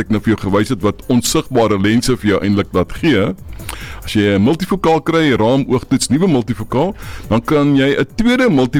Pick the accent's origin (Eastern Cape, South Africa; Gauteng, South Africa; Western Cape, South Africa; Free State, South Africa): Gauteng, South Africa; Pretoria; born there; moved away; also born or lived in England; ons is nou 21 jaar hier terug van Engeland af, en hier kom, en by the way, ek is gebore in Pretoria